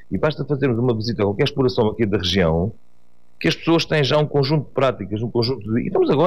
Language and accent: Portuguese; Portugal; Eu também sou de uma aldeia rural, sou da Barreiral, portanto, de uma aldeia rural, não é sede de freguesia, mas é muito próximo, aqui a 6 km